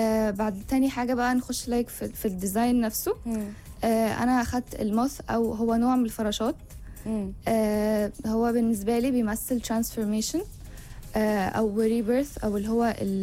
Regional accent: Egypt; وانا بس من مصر.

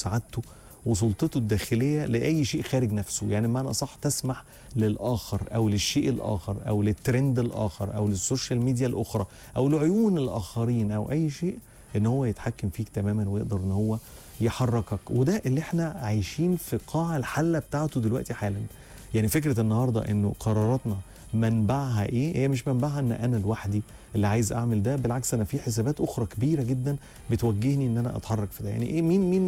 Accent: Egypt; احنا دايما عندنا نظره كمصريين كده عامه

